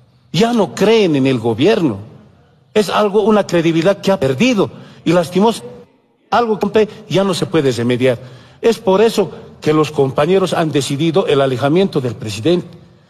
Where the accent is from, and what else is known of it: Bolivia